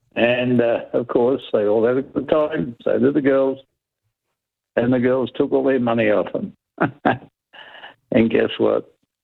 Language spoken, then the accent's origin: English; Sydney, New South Wales, Australia; I'm a true blue Sydney boy.